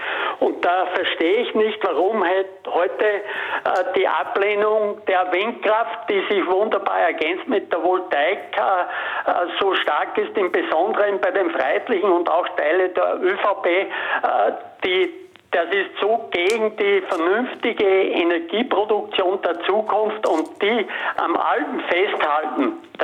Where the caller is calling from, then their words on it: Bad Leonfelden, Upper Austria, Austria; ich bin aus Bad Leonfelden